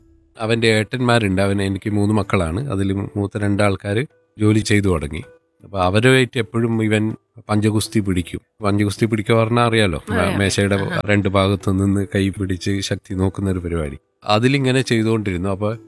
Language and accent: Malayalam; Taliparamba, Kerala, India; now in Ariyil, India; തളിപ്പറമ്പ് രാജരാജേശ്വര അമ്പലത്തിൻ്റെ അടുത്താണ് ഞാൻ ജനിച്ചതും വളർന്നതുമൊക്കെ.